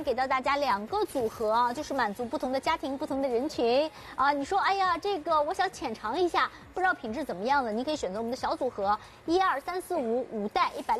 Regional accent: Qingdao, Shandong, China; 但你像我青岛人嘛，我们青岛这个带鱼啊，这个白色这一层是一定要保留的

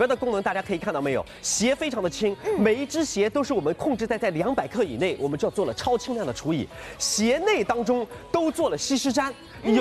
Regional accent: Shanghai, China; 全国各地的人就来看我们上海人的海派穿着，这种审美观。

